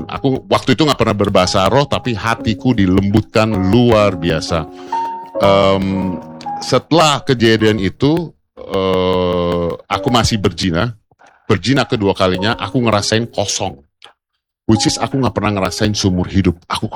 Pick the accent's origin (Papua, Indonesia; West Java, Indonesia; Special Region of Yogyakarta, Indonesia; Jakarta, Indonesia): Jakarta, Indonesia; Aku tuh gede di keluarga tanpa ibu. Saya gede di Mangga Besar, saya ngalamin 98